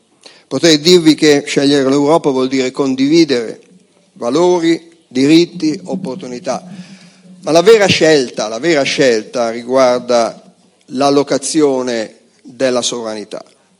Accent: Cremona, Lombardy, Italy; io sono di Cremona.

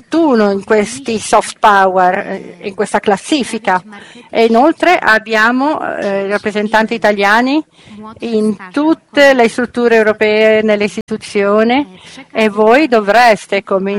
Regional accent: Poland; Italian is a second language; Per esempio, io come polacca posso andare, per esempio, in l'ambasciata italiana, essere aiutato

